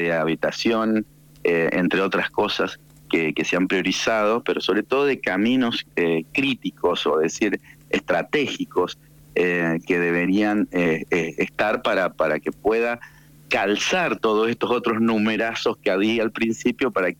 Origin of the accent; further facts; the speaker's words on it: Jáchal, San Juan, Argentina; soy de Hachal